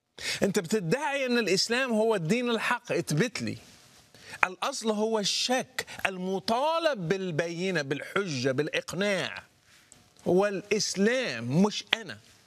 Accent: Morocco; لأنه كان عندنا في المغرب فكرة من ضمن التخويف

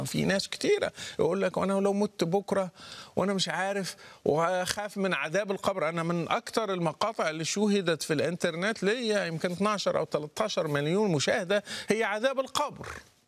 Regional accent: Morocco; لأنه كان عندنا في المغرب فكرة أو من ضمن التخويف أنه لو ما صليتش ممكن تتدارك الأمر

